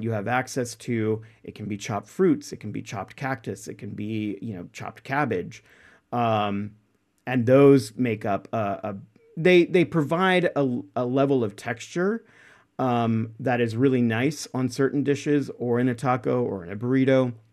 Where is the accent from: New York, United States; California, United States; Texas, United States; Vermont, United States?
Texas, United States; born or raised there